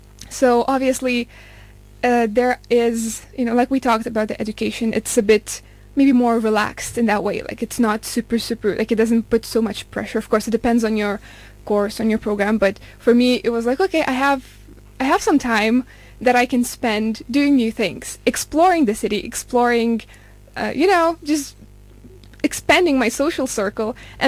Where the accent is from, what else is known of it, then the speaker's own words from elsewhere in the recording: Lithuania; now in Gothenburg, Sweden; As I'm from Lithuania, I'm used to this weather. I'm used to the darkness, so it doesn't really bother me.